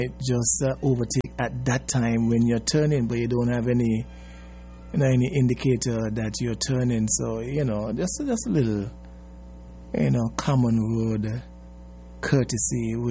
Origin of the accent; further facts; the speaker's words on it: Bastia, Corsica, France; But I am from Bastia, and my preference is to have the cup stay in Bastia.